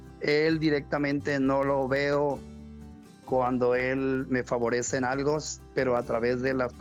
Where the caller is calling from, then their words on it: Paraíso, Tabasco, Mexico; Desde Paraíso, Tabasco.